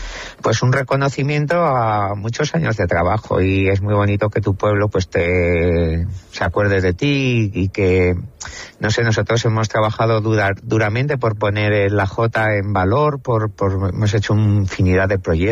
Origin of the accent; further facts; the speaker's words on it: Calatayud, Aragon, Spain; es del origen donde yo empecé en Calatayud